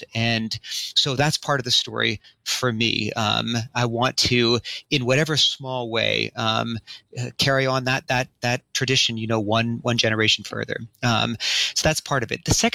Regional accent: Philadelphia, Pennsylvania, United States; now in Pittsburgh, United States; And so I grew up in Philadelphia. They were a part of a Christian community that was seeking to live out the faith in a lower income interracial community in Philadelphia.

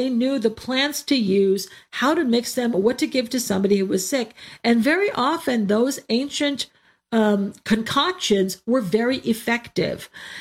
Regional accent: United States; I grew up in the United States

